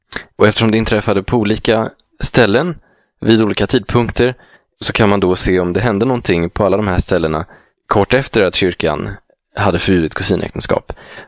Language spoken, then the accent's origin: Swedish; Sweden; att kunna välja vilket land jag vill bosätta mig i med ganska vida möjligheter som svensk